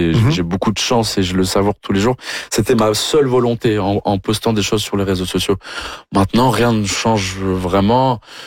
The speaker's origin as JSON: {"language": "French", "region": "South-West France", "country": "France"}